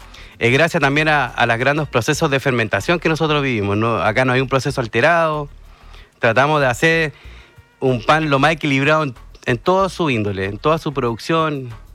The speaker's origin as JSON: {"language": "Spanish", "town": "Peñaflor", "region": "Santiago Metropolitan Region", "country": "Chile", "said": "Nosotros llegamos hace 6 años acá. Yo vengo de Peñaflor, conjunto con mi pareja."}